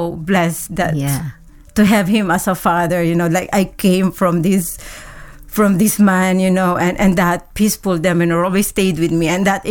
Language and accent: English; Philippines; I was born in the Philippines. It's, it's a very little town north of Manila. And I grew up there. It's a very quiet town and about 2 hours drive to Manila, which is our capital city.